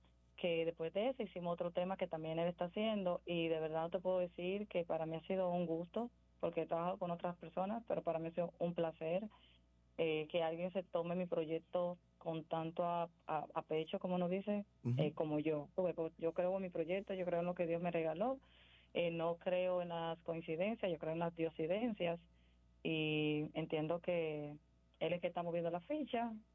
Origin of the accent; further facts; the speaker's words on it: Dominican Republic; soy dominicana, amo el merengue, es mi bandera, trato siempre de ponerle en alto donde quiera que voy, es mi cultura